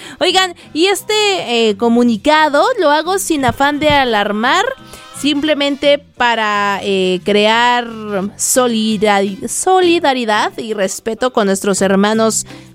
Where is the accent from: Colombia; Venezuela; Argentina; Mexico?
Colombia; no casi, somos hermanos los colombianos con los mexicanos.